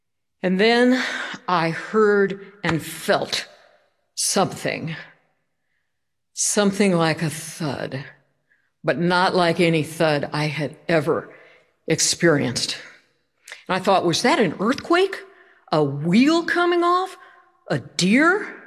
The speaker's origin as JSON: {"language": "English", "region": "East Coast", "country": "United States", "also_born_or_lived": "California", "said": "I spent about half my life on the East Coast. I'm from the East Coast. about half my life in California."}